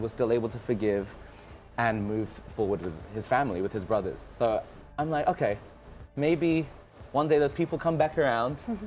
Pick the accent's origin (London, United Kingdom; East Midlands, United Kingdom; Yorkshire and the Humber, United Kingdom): London, United Kingdom; also born or lived in United States; now in Philippines; I grew up in London, then I lived in the US for a while, and now I'm here.